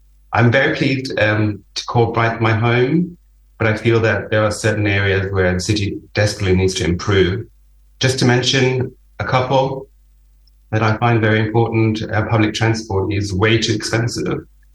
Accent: Germany; also born or lived in Chile; now in United Kingdom; I was born in Chile, grew up in Germany, and for the last 12 years, I've called the UK home together with my husband and my senior dog.

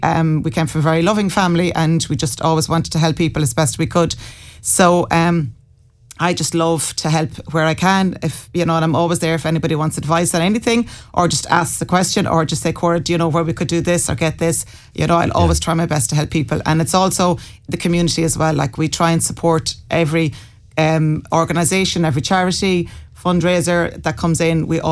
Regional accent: Mayo, Connacht, Ireland

